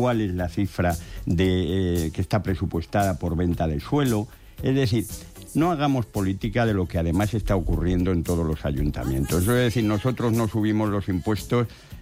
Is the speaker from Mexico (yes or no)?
no; Spain; lo que tenemos derecho los trabajadores españoles